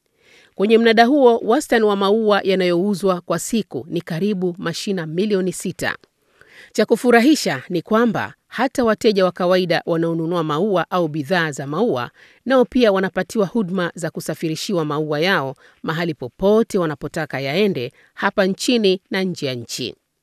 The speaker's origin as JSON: {"language": "Swahili", "region": "Zanzibar", "country": "Tanzania", "said": "nikumbuke nyumbani kwetu Zanzibar, visiwa vya karafuu."}